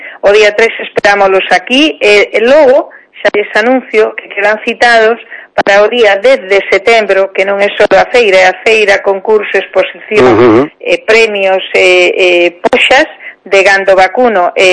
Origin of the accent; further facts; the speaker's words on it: Monforte de Lemos, Galicia, Spain; a mí me pasa, eu que son de Monforte, hai xente que me dice